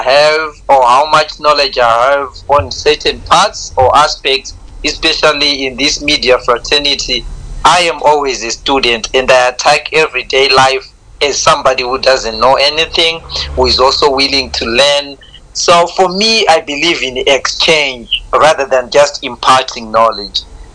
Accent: Harare, Zimbabwe; also born or lived in Norton, Zimbabwe; I was in Harare, where I grew up. Basically, most of my life, I saved it in a neighborhood called Budiriro.

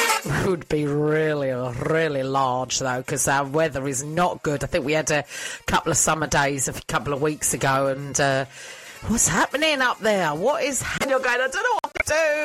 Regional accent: England, United Kingdom; now in Scotland, United Kingdom; that's because I'm English.

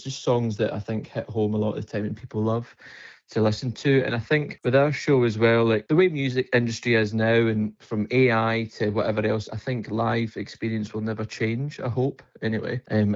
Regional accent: Scotland, United Kingdom; as a Scotsman.

